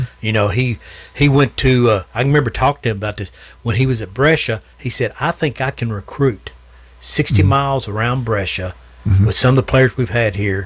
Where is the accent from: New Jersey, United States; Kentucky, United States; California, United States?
Kentucky, United States; I was from Muhlenberg Central